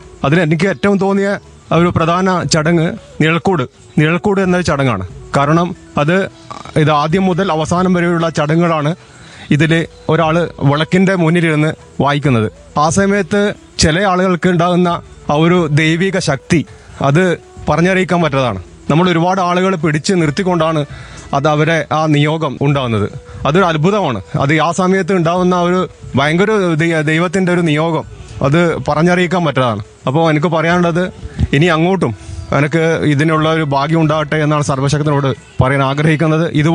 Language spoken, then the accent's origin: Malayalam; Chakkarakkal, Kerala, India; ഞാൻ ചക്രകൾ സ്വദേശിയാണ്.